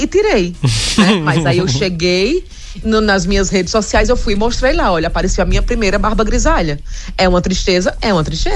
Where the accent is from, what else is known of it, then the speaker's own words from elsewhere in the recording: Palmeira dos Índios, Alagoas, Brazil; moved away; na cidade que eu fui criada, Palmeira dos Índios, que eu sou do interior de Alagoas.